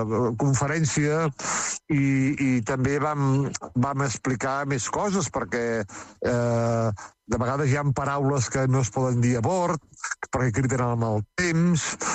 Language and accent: Catalan; Vilassar, Catalonia, Spain; en el meu poble, Vilassar, i a molts pobles del Maresme, passaven el rosari a la porta de casa